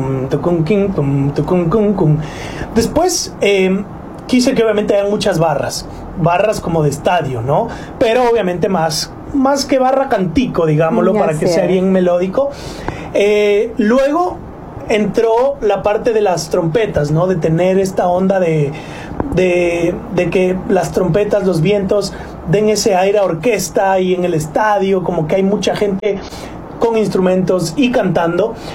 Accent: Ecuador; vengo desde la mitad del mundo a recibir este premio por Ecuador

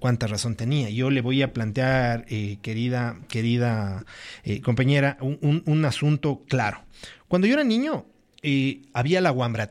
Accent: Quito, Pichincha, Ecuador; yo vengo de un barrio popular, yo nací en la Pío XII.

